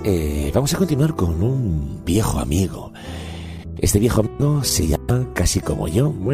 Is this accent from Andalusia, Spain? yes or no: no; Toledo, Castilla-La Mancha, Spain; Yo soy toledano